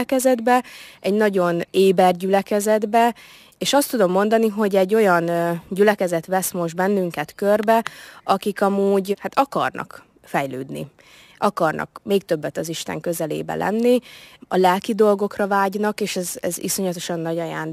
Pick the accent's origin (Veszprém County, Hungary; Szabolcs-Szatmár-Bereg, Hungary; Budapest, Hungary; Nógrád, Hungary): Szabolcs-Szatmár-Bereg, Hungary; now in Borsod-Abaúj-Zemplén, Hungary; Más a közösség, mint mondjuk a Nyírségben. Én szabolcsi gyerek vagyok, tehát Borsodba jönni nekem érdekes volt